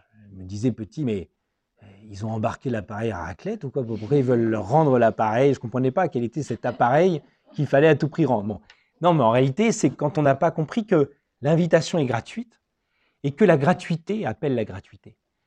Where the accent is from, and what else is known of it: Metz, Grand Est, France; born there